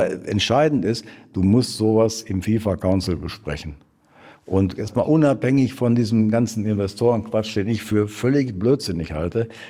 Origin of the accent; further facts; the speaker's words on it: Germany; Da müssen wir als Deutsche jetzt uns auch nicht zu lange drüber unterhalten.